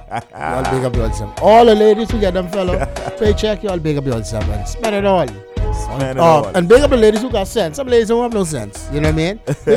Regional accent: Auckland, New Zealand; But it ain't dominant, because where I come from Auckland.

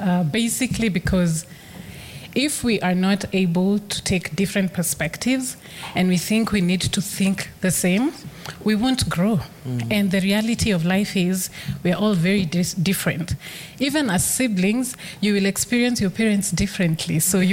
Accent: Kirinyaga County, Kenya; moved away as an adult; now in Nairobi, Kenya; I grew up in Moya, which means I had the best quality of rice growing up. Then I moved to Nairobi

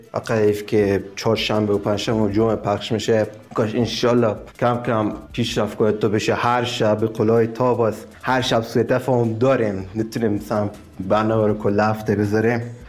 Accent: Iran; از ایران هستم

